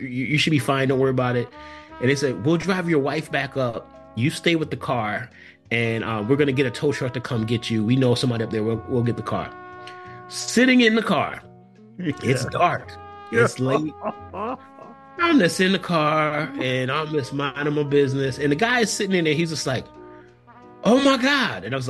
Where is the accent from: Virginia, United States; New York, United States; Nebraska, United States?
New York, United States; moved away as an adult; now in Los Angeles, United States; I'm from New York. I don't care. Even though I live in LA now, at the time I was living in New York.